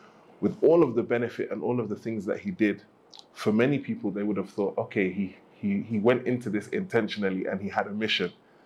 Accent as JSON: {"language": "English", "country": "United Kingdom", "tie": "born or raised there", "said": "as a British person of African descent, someone that, you know, my grandparents migrated to the UK in the 50s and I grew up and was born there, but I always knew that I was not from there."}